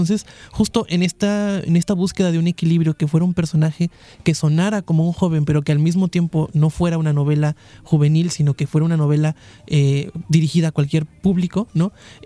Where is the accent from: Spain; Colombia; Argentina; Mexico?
Mexico; Córdoba, Veracruz; born there; now in Xalapa, Mexico; Yo, en efecto, soy de Córdoba, nací allá y me vine a vivir aquí en Jalapa. Yo creo que ya me quedé a vivir acá.